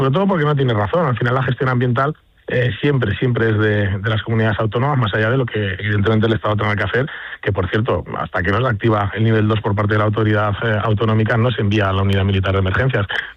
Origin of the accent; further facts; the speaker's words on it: Spain; como ciudadano y como español